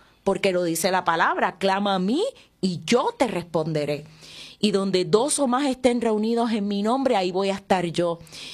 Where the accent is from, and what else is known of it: Aguadilla, Puerto Rico